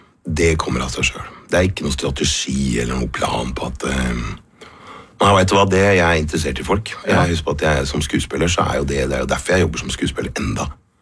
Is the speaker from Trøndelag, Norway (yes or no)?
no; Innlandet, Norway; born there; accent: Hedmarking; also born or lived in Finnmark; og så var det på Hedmarken, og der slo jeg om til Hedmarking